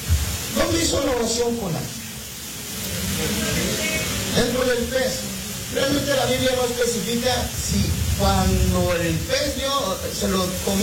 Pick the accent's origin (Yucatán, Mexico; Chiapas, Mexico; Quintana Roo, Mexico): Yucatán, Mexico; porque estábamos hablando como yucatecos ahí, bueno, más yo, el pastor.